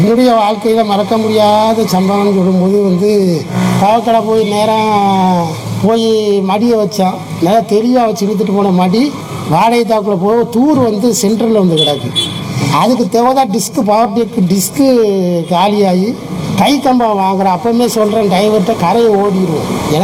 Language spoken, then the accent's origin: Tamil; Chennai, Tamil Nadu, India; also born or lived in Pamban; நான் பிறந்தது பாம்பன் தான், ஆனால் வளர்ந்தது ஃபுல்லாக சென்னை. சென்னையில் வளர்ந்தேன்.